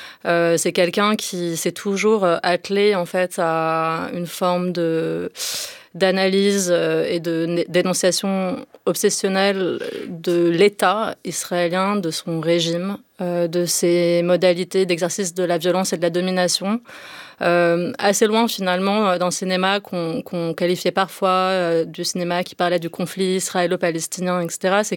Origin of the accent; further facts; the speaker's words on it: France; Moi, je suis française, je suis une productrice française.